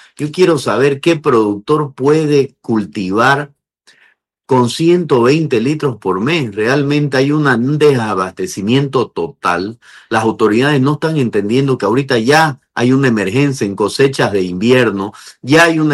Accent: Bolivia; Bolivia está por llegar al verano, está por entrar la primavera, y nosotros como bolivianos, no como Santa Cruz, como Bolivia, sembramos un poco más de 3 millones de hectáreas

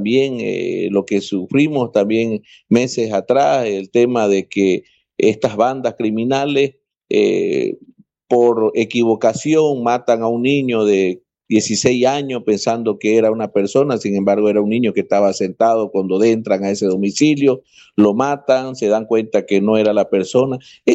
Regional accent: Bolivia; porque al final todos somos bolivianos y necesitamos que realmente haya un plan estratégico a nivel nacional, ¿no?

